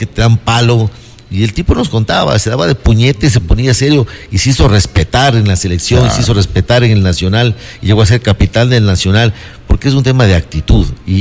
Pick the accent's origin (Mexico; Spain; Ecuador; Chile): Ecuador; Me merezco como ecuatoriano, me merezco una explicación